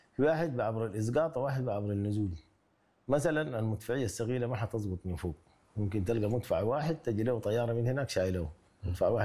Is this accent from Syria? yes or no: no; Sudan; نحن كسودانيين ما بنتحمل المعركة بالشكل ده